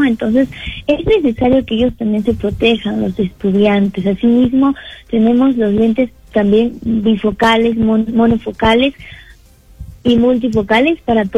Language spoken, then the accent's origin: Spanish; Cusco, Peru; como nosotros somos de Cusco, o sea, también se puede como transferir a Cusco, ¿no?